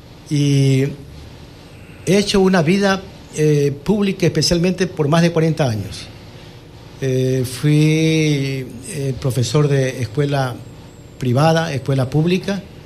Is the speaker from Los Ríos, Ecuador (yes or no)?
yes; Quevedo, Los Ríos, Ecuador; Primeramente soy de Quevedo, nací en Quevedo, 100% quevedeño.